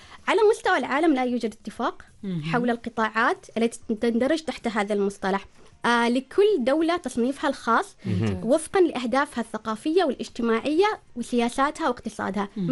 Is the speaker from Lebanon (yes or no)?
no; Oman; عندنا في سلطنة عمان